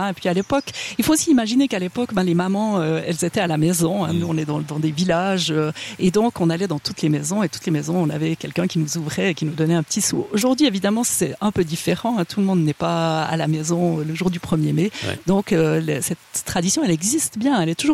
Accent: Marsens, Fribourg, Switzerland; Oui, tout à fait. Je viens de Huipens et Marsens.

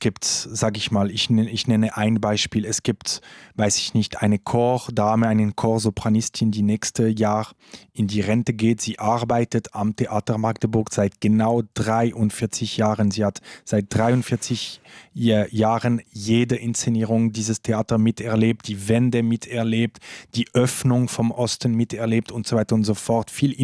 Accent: Switzerland; Also ich habe immer gesagt, als Schweizer ist man nicht, also

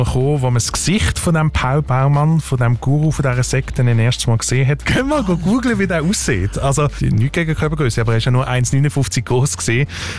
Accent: Switzerland; denkst dann, so etwas könnte also bei uns in der Schweiz nie möglich sein.

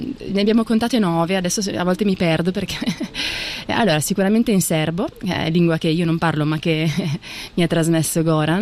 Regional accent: Ticino, Switzerland; sono di origine curda svizzera, ma nata e cresciuta in Ticino.

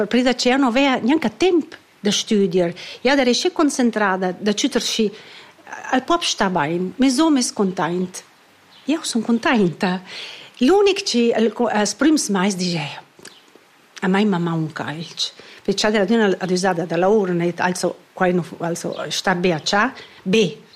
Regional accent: Müstair, Graubünden, Switzerland; now in Friuli, Italy; sono da Mustair e non da nulla altro.

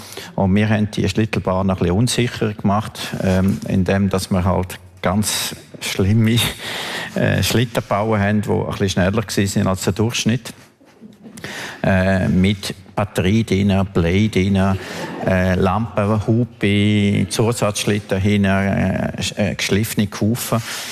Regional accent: Graubünden, Switzerland; born or raised there

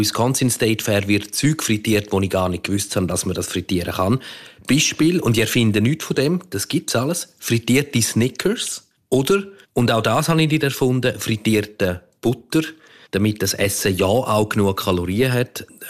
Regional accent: Switzerland; So weit fühlt man sich als Schweizer recht daheim.

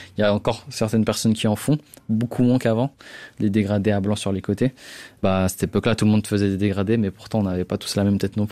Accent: Geneva, Switzerland; j'ai 23 ans, je suis de Genève et j'ai commencé un peu à toucher au monde de la coiffure en 2016 quand j'avais 14 ans.

